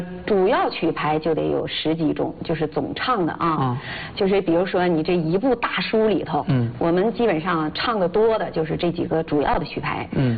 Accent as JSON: {"language": "Chinese", "town": "Wuchang", "region": "Heilongjiang", "country": "China", "tie": "born or raised there", "said": "我老家在黑龙江省五常市，兴盛乡新家村抠余家屯儿。"}